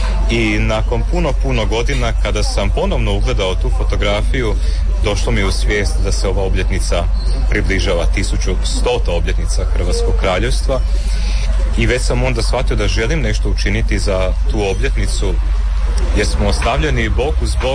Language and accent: Croatian; Osijek, Osijek-Baranja County, Croatia; moved away; dobrodošlicu u moj rodni grad. Vrlo je, rekao bih, znakovito i to što smo se našli u gradu Osijeku